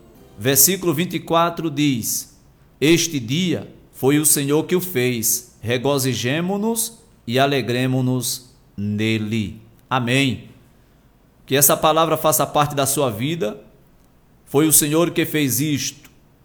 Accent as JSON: {"language": "Portuguese", "region": "Northeast Region", "country": "Brazil", "said": "A gente fica meio curioso, como um bom nordestino, né?"}